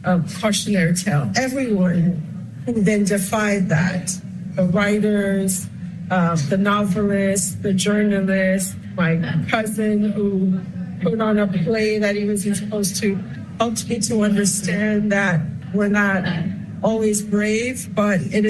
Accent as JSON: {"language": "English", "country": "Haiti", "tie": "born or raised there", "said": "I grew up in Haiti during a dictatorship."}